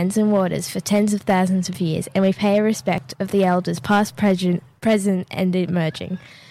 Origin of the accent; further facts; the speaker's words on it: New South Wales, Australia; born there; I am a Maori woman and I was born on Gumbangye land.